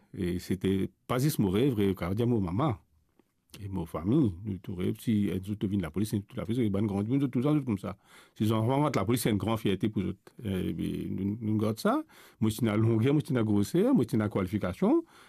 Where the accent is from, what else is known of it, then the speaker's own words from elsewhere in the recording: Rodrigues, Mauritius; Dans Maurice, je vis dans le social beaucoup. Et quand je viens de Rodrigue, je me montre que je vis dans le social ici.